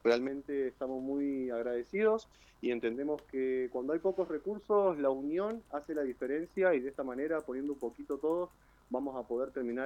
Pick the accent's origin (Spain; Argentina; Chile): Argentina; Río Turbio, Santa Cruz; soy nacido y criado en Río Turbio